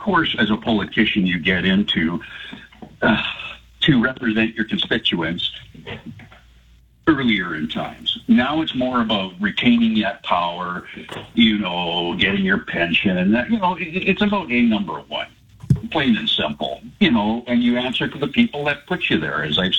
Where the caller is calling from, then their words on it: Central Saanich, British Columbia, Canada; from Central Saanich.